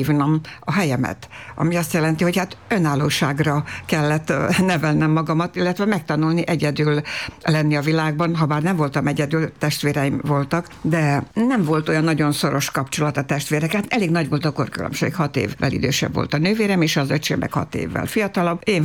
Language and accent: Hungarian; Novi Sad, Vojvodina, Serbia; Hát Újvidéken, a városban nőttem fel, szerb környezetben, tehát az utcán szinte ugyanabban az időben tanultam meg magyarul is, meg szerbül is